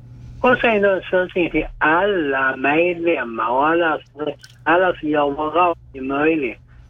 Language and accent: Swedish; Skurup, Skåne, Sweden; also born or lived in Ystad; Jag uppvuxen i Skurup.